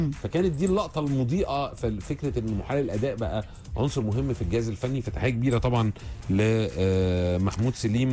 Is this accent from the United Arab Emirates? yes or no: no; Alexandria, Alexandria Governorate, Egypt; من اسكندريه بحبكم جدا